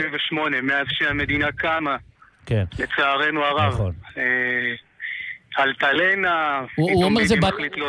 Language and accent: Hebrew; Bnei Brak, Central District, Israel; אני מבני ברק.